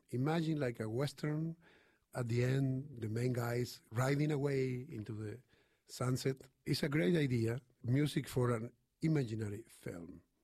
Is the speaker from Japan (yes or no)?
no; Uruguay; English is a second language; today with orchestral music from my home country, Uruguay.